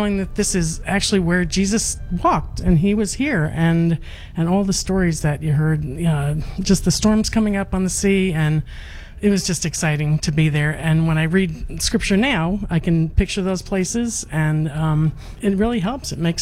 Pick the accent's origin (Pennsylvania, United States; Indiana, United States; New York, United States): Indiana, United States; Carmel; I'm from Carmel, Indiana.